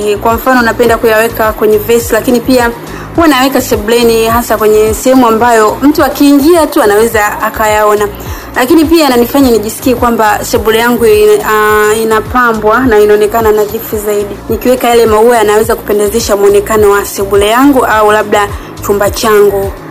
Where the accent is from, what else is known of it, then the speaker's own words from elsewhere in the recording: Temeke, Dar es Salaam, Tanzania; natokea Temeke.